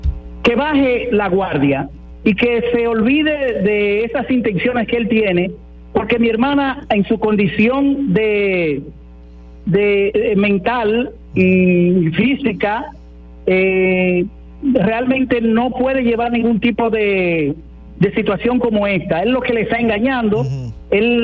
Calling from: Villa Jaragua, Bahoruco, Dominican Republic; nosotros somos también ahí de Villa Jaragua.

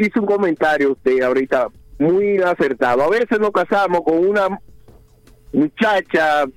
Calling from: Santiago de los Caballeros, Santiago, Dominican Republic; yo soy de Santiago

